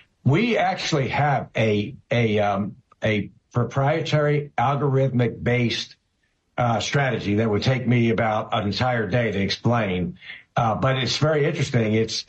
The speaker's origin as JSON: {"language": "English", "town": "Philadelphia", "region": "Pennsylvania", "country": "United States", "tie": "born or raised there", "said": "Yeah, row house in Philadelphia, the Mayfair section."}